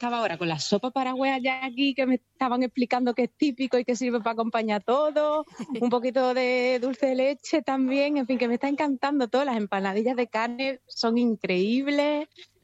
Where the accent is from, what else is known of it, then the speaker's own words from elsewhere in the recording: Huelva, Andalusia, Spain; vínculo con Huelva, con mi tierra